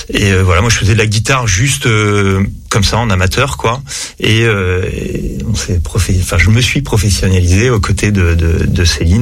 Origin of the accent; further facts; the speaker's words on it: Deauville, Normandy, France; born there; now in Paris, France; Je suis né à Deauville. J'ai fait mes études en Normandie et après le sport, je suis arrivé assez tôt à Paris